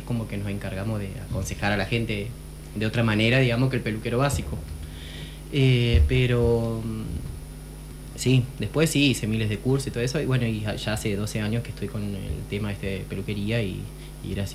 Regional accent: Diamante, Entre Ríos, Argentina; born or raised there

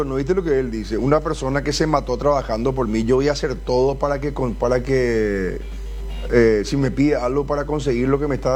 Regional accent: Paraguay; a nosotros como paraguayos y paraguayas que vamos a votar

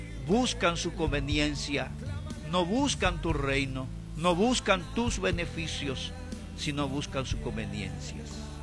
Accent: Paraguay

